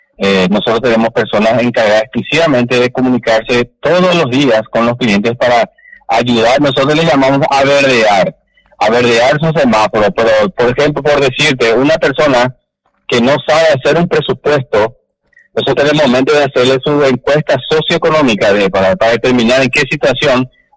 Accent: Coronel Bogado, Itapúa, Paraguay; Yo soy ciudadano mismo del lugar, yo soy de Coronel Guado.

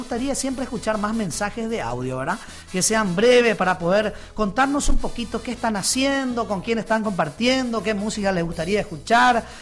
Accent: Paraguay; que tenemos como buen paraguayo

